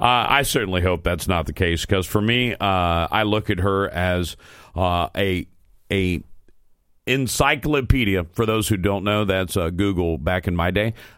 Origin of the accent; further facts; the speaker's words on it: Ohio, United States; I'm from Ohio